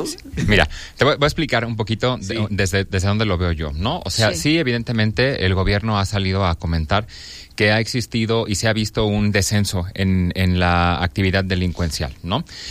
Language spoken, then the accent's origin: Spanish; Mexico; nosotros como mexicanos